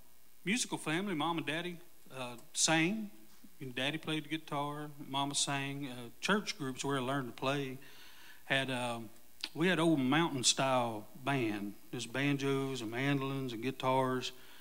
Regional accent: Knoxville, Tennessee, United States; moved away as an adult; now in Anderson County, United States; I moved out to Anderson County about 15 years ago, but grew up in South Knoxville.

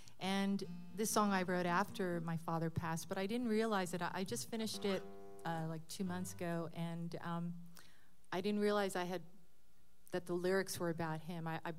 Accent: Killeen, Texas, United States; born there; I was born in Fort Hood, which is now I think Fort. I don't know, they keep changing the names, but in Killeen, Texas.

